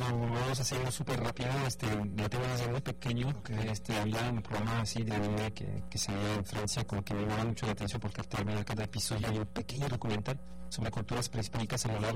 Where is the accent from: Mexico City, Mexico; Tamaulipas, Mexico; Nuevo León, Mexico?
Nuevo León, Mexico; de vestigios culturales que vale mucho la pena conocer para forjar un poquito mejor nuestra identidad como regios y personas del noreste de México.